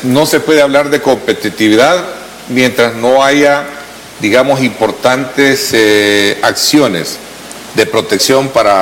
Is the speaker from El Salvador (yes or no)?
yes; El Salvador; nosotros como país, como salvadoreños, la hemos vivido en carne propia.